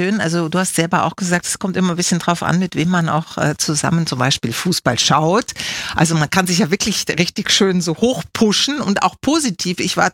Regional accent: Germany; accent: German; now in Austria; Man hört ja an meinem Akzent, dass ich ursprünglich aus Deutschland komme.

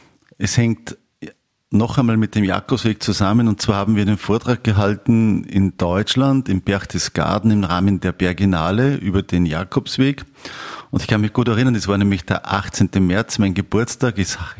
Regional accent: Arbing, Upper Austria, Austria; Ich komme aus Arbing in Oberösterreich, Bezirk Berg. Bin jetzt 55 Jahre.

